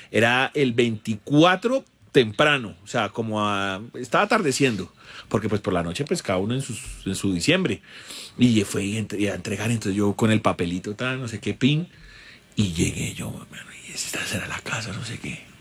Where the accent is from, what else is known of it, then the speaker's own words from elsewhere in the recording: Colombia; Y como buen colombiano, pues por ganarme esa plata y irresponsable, dije, sí, yo las llevo.